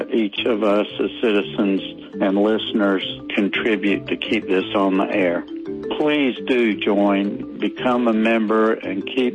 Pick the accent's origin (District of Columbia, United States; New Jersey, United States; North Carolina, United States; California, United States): North Carolina, United States; Morehead City; from Morehead City.